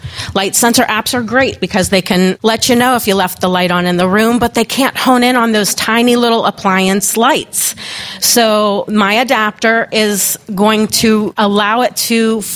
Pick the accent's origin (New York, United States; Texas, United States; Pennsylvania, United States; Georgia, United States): Pennsylvania, United States; I am from Pennsylvania